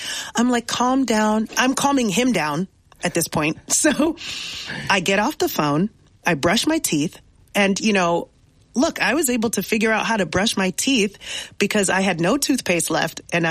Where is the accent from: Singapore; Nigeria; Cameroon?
Nigeria; now in New York, United States; And so my first thought was, as a Nigerian, or maybe as an Aries, or maybe as a New Yorker, my first thought was, how do I live my best life now?